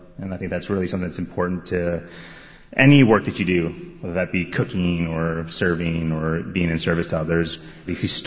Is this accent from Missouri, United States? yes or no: yes; St. Louis, Missouri, United States; Yeah, I grew up in a restaurant, which helped a lot. I am from St. Louis, Missouri. I was born and raised